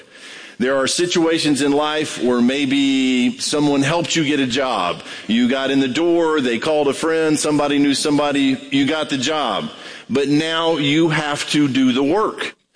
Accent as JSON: {"language": "English", "country": "Brazil", "tie": "born or raised there", "moved": "yes", "said": "I grew up in Brazil"}